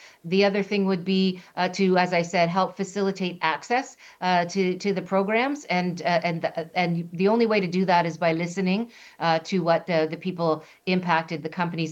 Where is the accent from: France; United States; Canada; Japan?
Canada; we have to be really prepared to fight and to fight in a way that is going to make it clear that we're never going to become anything but Canada, and we are never going to allow another country to tell us how to be Can